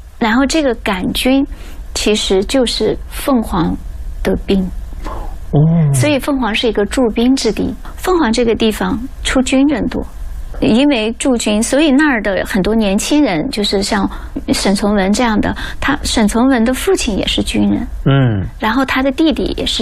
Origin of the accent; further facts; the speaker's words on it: Xiangxi, Hunan, China; 因为我是湘西人，我很了解这样的一些地方。